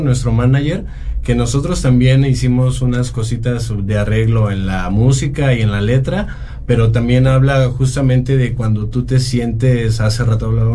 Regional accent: Mexico; juntos como mexicanos

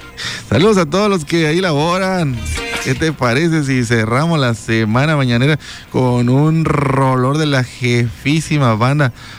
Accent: Mexico; Así somos los mexicanos.

